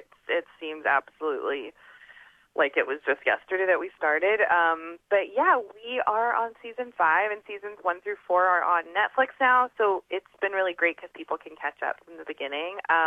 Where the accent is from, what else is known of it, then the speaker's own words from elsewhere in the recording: New Mexico, United States; moved away; I'm a New Mexico. I grew up in New Mexico.